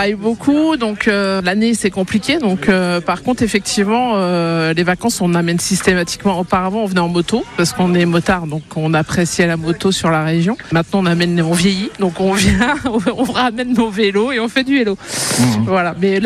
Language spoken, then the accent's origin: French; Île-de-France, France; Donc, c'est nous, en région parisienne, on n'a pas ça.